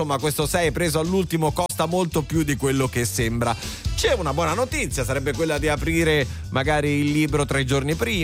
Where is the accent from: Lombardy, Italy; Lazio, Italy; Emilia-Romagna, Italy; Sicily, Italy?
Sicily, Italy; come si dice da me in Sicilia.